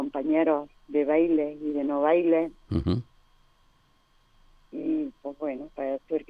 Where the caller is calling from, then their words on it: Cazorla, Andalusia, Spain; de Cazorla.